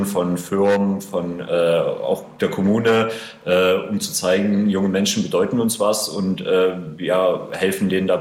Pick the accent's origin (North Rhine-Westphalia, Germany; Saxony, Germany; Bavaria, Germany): Saxony, Germany; Frohburg; also born or lived in Jena; now in Leipzig, Germany; Ich bin im Ortsteil von Frohburg groß geworden, habe dann verschiedene Stationen durchlaufen, war eine ganze Weile in Jena, wohne ja jetzt auch in Leipzig.